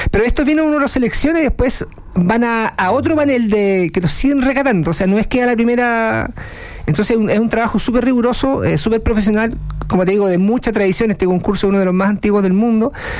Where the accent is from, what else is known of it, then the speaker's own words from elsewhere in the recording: Chile; Yo tuve la suerte de ser invitado el año pasado como único chileno en este certamen